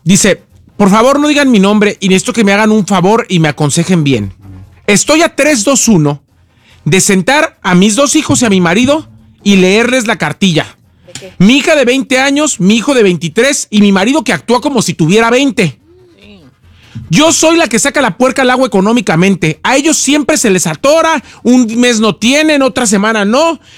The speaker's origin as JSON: {"language": "Spanish", "town": "Romita", "region": "Guanajuato", "country": "Mexico", "tie": "born or raised there", "said": "En julio voy a mi pueblo Romita, Guanajuato por 10 días."}